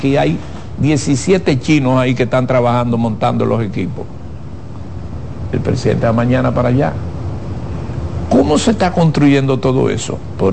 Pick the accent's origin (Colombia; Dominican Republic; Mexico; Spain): Dominican Republic; le estoy hablando como dominicano.